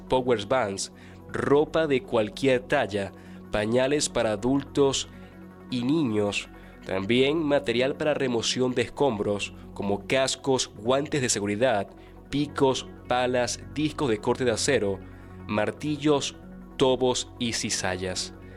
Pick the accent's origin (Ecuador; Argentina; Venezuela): Venezuela; también invitando nuevamente a la paz, a la serenidad y apoyarnos como venezolanos en nuestras comunidades.